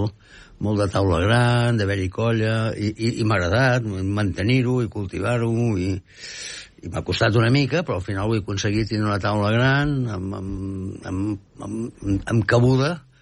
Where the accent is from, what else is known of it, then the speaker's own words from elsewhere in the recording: Catalonia, Spain; Jo soc molt català